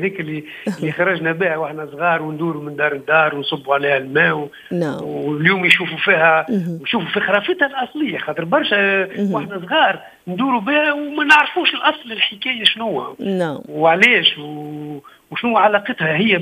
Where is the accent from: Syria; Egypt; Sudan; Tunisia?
Tunisia; توانسة يخدموهم حاجات بلهجتنا محلية